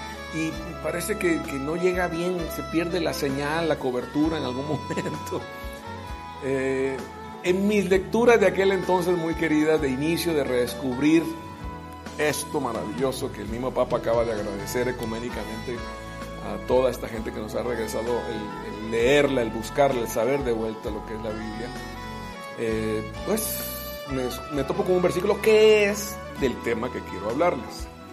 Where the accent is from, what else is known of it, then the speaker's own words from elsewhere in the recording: Costa Rica; born there; mi país natal, de Costa Rica